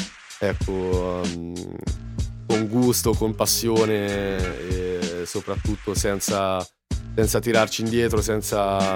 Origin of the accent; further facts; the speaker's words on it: Senigallia, Marche, Italy; vengo da Senigallia, ma come è stato già detto prima, la mia patria, sì, è Morro d'Alba in tutto e per tutto. La campagna fa parte di me